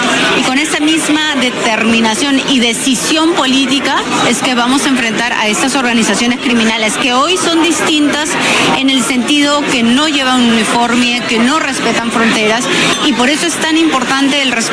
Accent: Peru

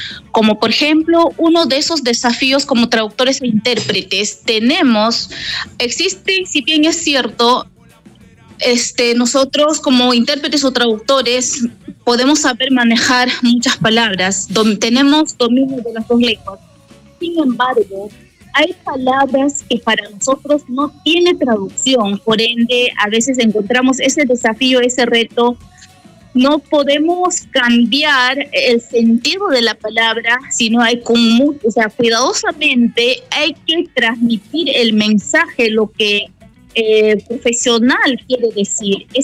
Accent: Awajún area, Peru; Spanish is a second language

